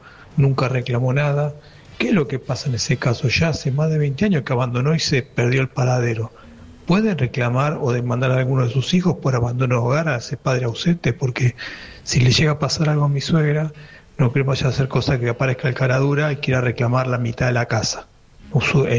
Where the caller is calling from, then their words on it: Morón, Buenos Aires Province, Argentina; de Morón.